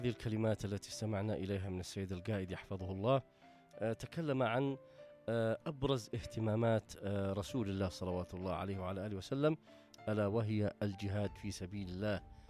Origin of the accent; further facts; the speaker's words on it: Yemen; احنا الآن الشعب اليمني